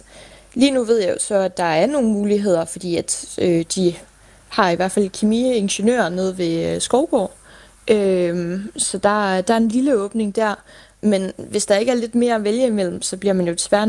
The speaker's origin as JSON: {"language": "Danish", "town": "Lemvig", "region": "Central Denmark Region", "country": "Denmark", "lives_now": "Aarhus, Denmark", "said": "Jamen, jeg synes jo, at altså, som vestjyde, så deler de jo også den der jyske mentalitet derovre med at være nede på jorden og være til at snakke med."}